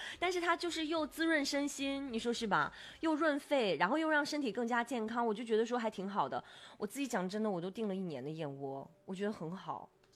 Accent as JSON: {"language": "Chinese", "region": "Inner Mongolia", "country": "China", "tie": "born or raised there"}